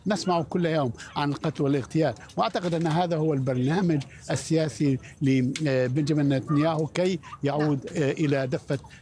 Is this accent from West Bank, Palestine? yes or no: no; Abu Dis, Jerusalem, Palestine; now in New York, United States; أنا من قريتي في أوبديس